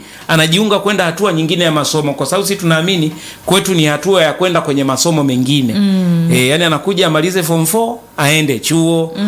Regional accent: Tanzania; Sisi ni Watanzania na mtoto analelewa pia Kitanzania.

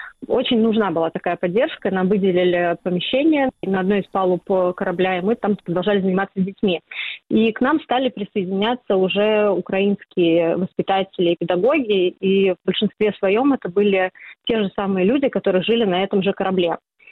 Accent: Russia; moved away as an adult; now in Estonia; я из России

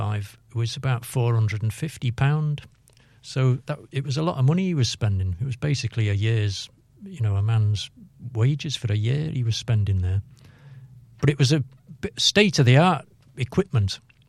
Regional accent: Liverpool, North West England, United Kingdom

